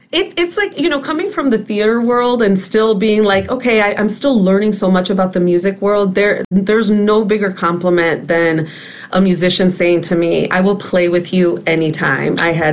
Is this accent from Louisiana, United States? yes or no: no; Chicago, Illinois, United States; my experience is a bilingual and bicultural experience. Like, I was born and raised in Chicago. I am an 80s girl.